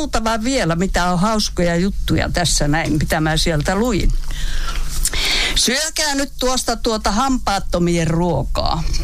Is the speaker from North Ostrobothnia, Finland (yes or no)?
yes; Haapajärvi, North Ostrobothnia, Finland; accent: Haapajärvi dialect, Ostrobothnian; moved away; Mä menen sinne, mistä mä oon kotoisin, niin mä rupean puhumaan sitä leveetä Haapajärven murretta.